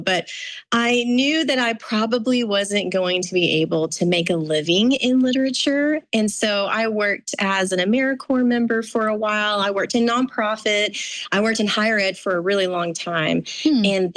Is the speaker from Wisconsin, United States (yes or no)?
no; Lubbock, Texas, United States; Sure. Well, I'm originally from West Texas. Here in Lubbock, Texas is where I've lived with my husband for, 21 years, a long time. But I was born in this area as well and kind of grew up